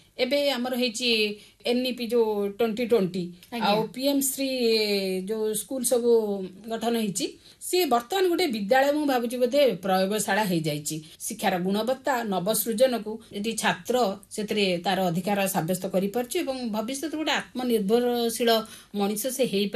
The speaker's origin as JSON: {"language": "Odia", "region": "Odisha", "country": "India", "tie": "born there", "said": "ମୁଁ ସବୁବେଳେ ଗର୍ବ କରେ ଯେ ମୁଁ ଓଡ଼ିଶାରେ ଜନ୍ମ ହେଇଛି ବୋଲି।"}